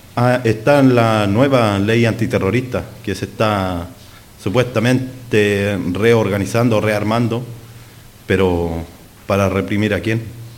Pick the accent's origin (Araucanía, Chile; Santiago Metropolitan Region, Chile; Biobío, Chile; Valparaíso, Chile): Araucanía, Chile; no solamente yo vengo de Malleco, no solamente en Malleco.